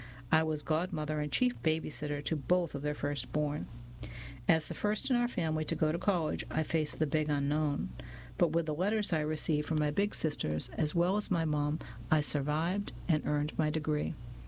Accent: Howard, Kansas, United States; I often miss the carefree days of summer that I enjoyed as a child in the late 70s, growing up in Howard, Kansas.

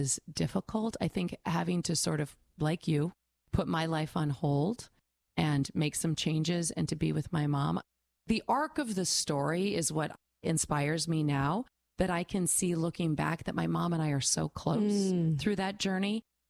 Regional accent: Wisconsin, United States; I grew up in a tiny town, 1,234 people in Wisconsin. I think there were probably twice as many cows as people in the town that I grew up in.

